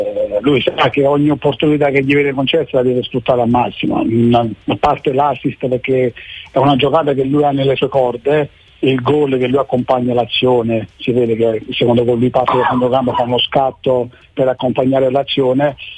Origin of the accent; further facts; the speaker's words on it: Naples, Campania, Italy; Da buon napoletani scaramantici che siamo